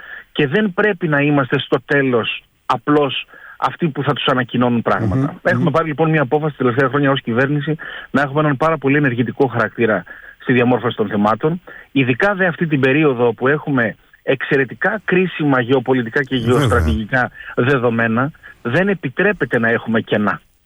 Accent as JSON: {"language": "Greek", "country": "Greece", "said": "ως Έλληνες είμαστε πάρα πολύ υπερήφανοι."}